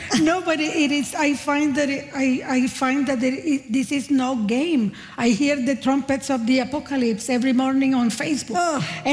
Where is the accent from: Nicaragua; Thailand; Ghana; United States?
Nicaragua; born or raised there; now in Canada